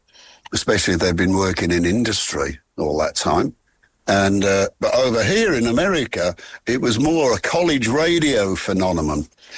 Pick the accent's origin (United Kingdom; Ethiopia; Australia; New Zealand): United Kingdom; Midlands; I wasn't much for the industrial blight of growing up in the Midlands. I was one of the many asthmatics.